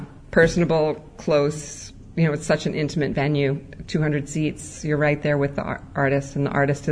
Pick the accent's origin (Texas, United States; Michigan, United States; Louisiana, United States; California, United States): Louisiana, United States; New Orleans; now in Maine, United States; growing up in New Orleans in my life in the Willywags of Maine, smack dab in the middle of nowhere.